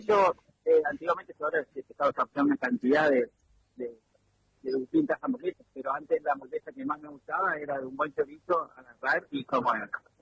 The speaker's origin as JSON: {"language": "Spanish", "town": "Viale", "region": "Entre Ríos", "country": "Argentina", "tie": "born there", "lives_now": "Paraná, Argentina", "said": "yo tenía acá a 50 kilómetros, tengo donde nací en Viale, tengo un ciclo 2, claro."}